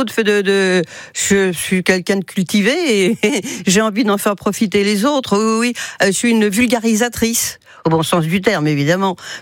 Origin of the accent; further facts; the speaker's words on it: Paris, Île-de-France, France; moved away as an adult; now in Sablé-sur-Sarthe, France; Parce que j'ai toujours vécu en ville, je suis née à Paris 9e, donc plein centre, quoi, et Paris Faubourg